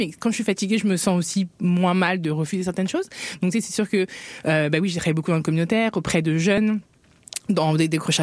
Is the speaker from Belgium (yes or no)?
no; France; moved away as an adult; now in Quebec, Canada; Mais je pense que vous pouvez l'entendre, je viens d'un autre pays. J'ai grandi en France